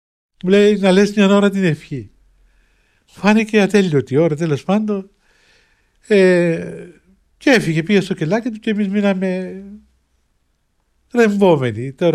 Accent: Cyprus; εγώ είμαι Κύπριος.

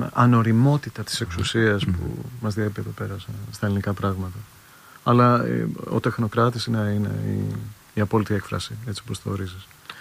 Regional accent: Central Greece, Greece; Ευρυτανία, είμαι Ευρυτάνας

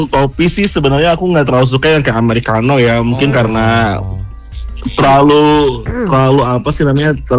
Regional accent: Banjarbaru, South Kalimantan, Indonesia; Saya dari Banjarbaru.

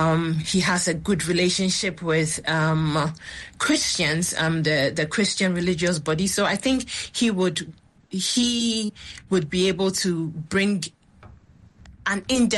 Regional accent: Ghana; As a Ghanaian, you have the right to compete, you know, in an election.

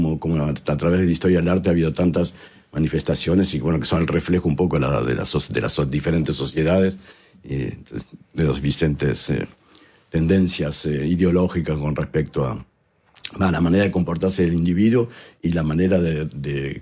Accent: Argentina; no sé, en mi país, en Argentina, o acá también, a veces la gente les critica a los políticos

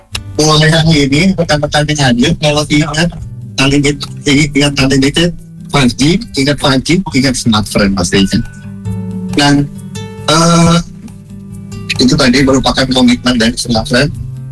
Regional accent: Semarang, Central Java, Indonesia; born there; now in Malang, Indonesia; karena memang Semarang ini punya tingkatan emosional buat saya karena saya lahir di Semarang gitu. Tapi memang langsung merantau dan tinggal di Malang.

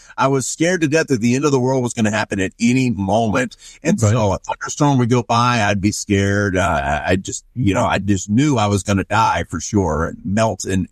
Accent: the South, United States; now in Utah, United States; You know, I am from the South, by the way. I do live in Utah right now, but I am from the South.

